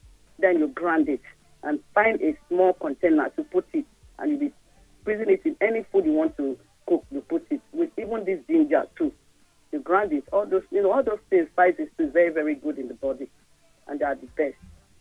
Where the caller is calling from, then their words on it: Akwa Ibom, Nigeria; Actually, I'm from Akwa Ibom.